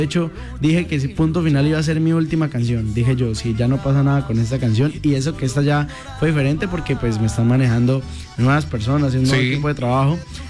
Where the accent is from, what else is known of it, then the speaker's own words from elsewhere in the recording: Caquetá, Colombia; venimos ya aquí del Caquetá